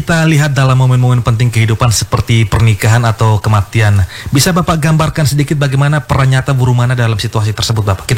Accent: East Nusa Tenggara, Indonesia; kebetulan saya ini orang ND pesisir nih Pak.

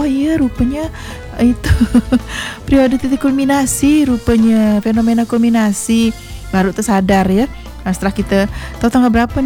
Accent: Pontianak, West Kalimantan, Indonesia; Tapi ya kalau kita di kota Pontianak kan tak heran, karena kita dari kecil dan besar di Pontianak

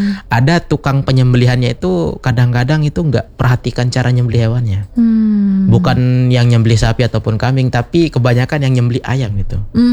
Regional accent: Gerung, West Nusa Tenggara, Indonesia; di desa saya, yaitu Gerung ya.

